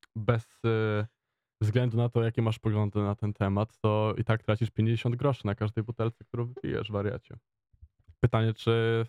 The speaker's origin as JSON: {"language": "Polish", "town": "Warsaw", "region": "Masovian Voivodeship", "country": "Poland", "tie": "born or raised there", "said": "ja jako jedyny z zespołu jestem rodowitym warszawiakiem"}